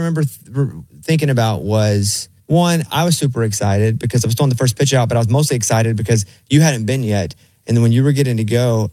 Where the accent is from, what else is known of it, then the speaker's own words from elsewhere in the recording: Mountain Pine, Arkansas, United States; moved away; Went back to my hometown, Mountain Pine, Arkansas